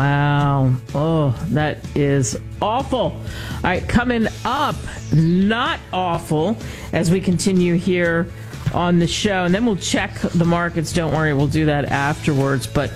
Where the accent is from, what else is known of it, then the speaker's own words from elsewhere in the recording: New York City, New York, United States; moved away as an adult; my home state. I grew up in Queens. I love the great state of Ohio. Of course, now I moved a long time ago, but I go back